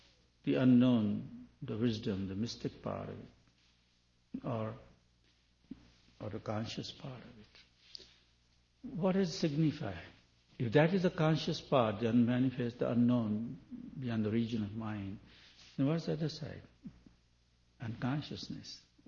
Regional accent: India; I'm from India or Sanskrit knowing person a little bit

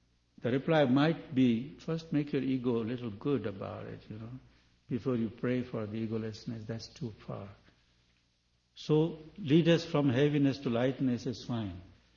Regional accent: India; Not because I'm from India or Sanskrit knowing person a little bit

